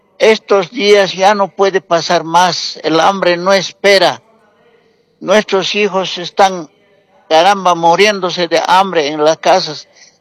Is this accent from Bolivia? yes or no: yes; Bolivia; ¿Dónde está nuestro derecho como buenos bolivianos?